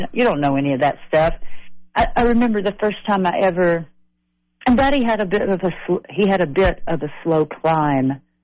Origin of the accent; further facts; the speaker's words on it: Nashville, Tennessee, United States; I feel like if I learned something from my father and all the people that I grew up around in Nashville, Tennessee, was you got to have a great song.